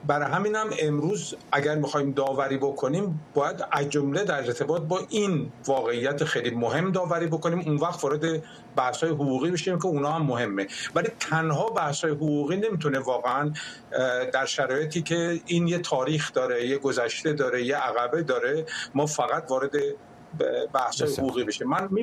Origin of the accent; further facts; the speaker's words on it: Iran; دغدغه من به عنوان یه ایرانی